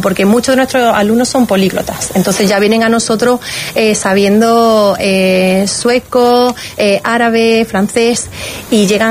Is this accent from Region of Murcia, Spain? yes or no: no; Córdoba, Andalusia, Spain; also born or lived in England; now in San Pedro de Alcántara, Spain; Bueno, yo soy un poco cordobesa inglesa. He vivido mucho tiempo en Inglaterra.